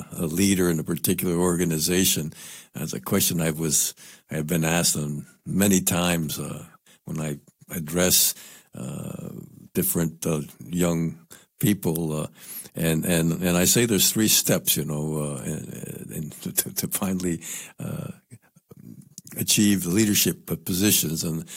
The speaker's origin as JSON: {"language": "English", "town": "Guaynabo", "country": "Puerto Rico", "said": "I'm from Guaynabo"}